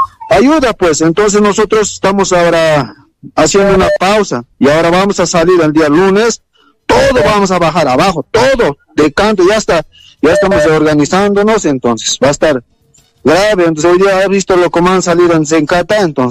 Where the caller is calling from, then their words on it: El Alto, La Paz, Bolivia; Yo soy dirigente de aquí de La Paz del Alto, por Camino Laja, soy dirigente Junta de Vecinos.